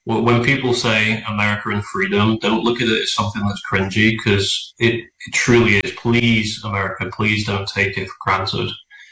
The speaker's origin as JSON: {"language": "English", "region": "England", "country": "United Kingdom", "lives_now": "United States"}